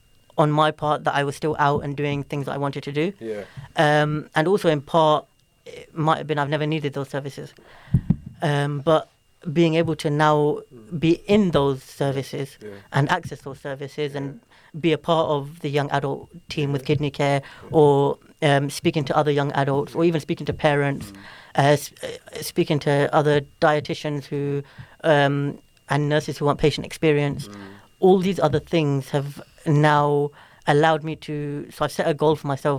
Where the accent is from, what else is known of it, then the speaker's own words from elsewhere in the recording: Luton, East of England, United Kingdom; I mention that I'm from Luton